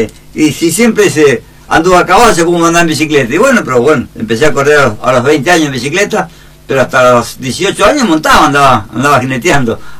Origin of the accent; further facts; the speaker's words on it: Villa Rosa, Buenos Aires Province, Argentina; yo no quise dejar mi pueblo de Villarrosa. Tenía 14 años yo